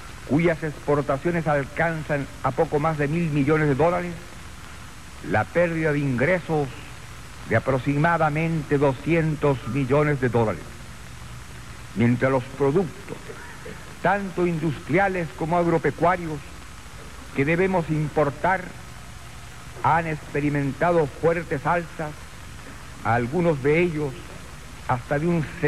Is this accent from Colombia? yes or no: no; Chile